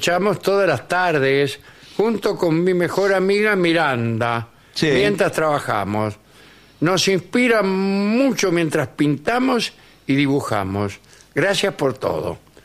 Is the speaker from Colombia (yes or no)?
no; Posadas, Misiones, Argentina; now in Australia; de Posadas Misiones, trabajando en Australia.